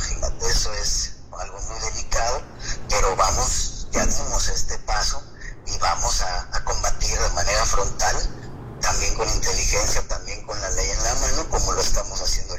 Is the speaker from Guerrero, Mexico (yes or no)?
yes; Acapulco, Guerrero, Mexico; proteger sin duda a nuestros niños y niñas en Guerrero y en Acapulco particularmente, de donde soy original, estimado Pico.